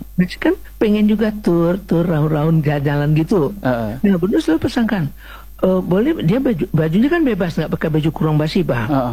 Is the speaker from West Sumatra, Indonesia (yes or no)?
yes; West Sumatra, Indonesia